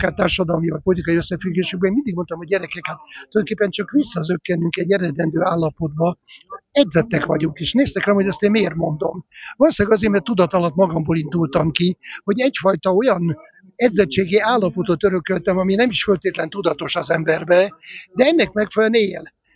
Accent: Szeged, Csongrád-Csanád, Hungary; moved away as an adult; Szegednek egy angyalföldre erősen emlékeztető külvárosában, Rókuson nőttem föl, sőt ott éltem 25 éves koromig, még egyetemista koromban is ott éltem

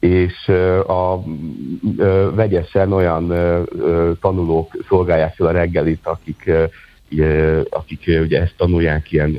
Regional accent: Esztergom, Komárom-Esztergom, Hungary; born or raised there

